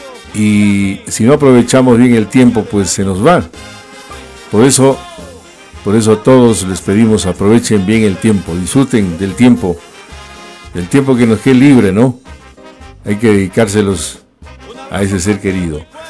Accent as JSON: {"language": "Spanish", "town": "Gualaceo", "region": "Azuay", "country": "Ecuador"}